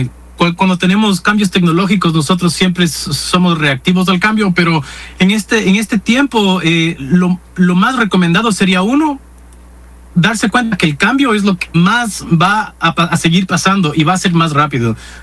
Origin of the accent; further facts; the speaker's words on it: Ecuador; moved away; Yo salí de Ecuador en 2020 y lamentablemente no he regresado